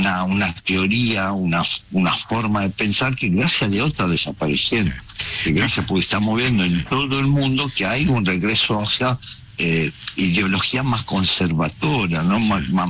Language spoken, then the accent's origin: Spanish; Italy; Trump obviamente tiene formas que a nosotros, los latinos, nos resultan, y yo como italiano me siento latino también, nos resultan absolutamente chocantes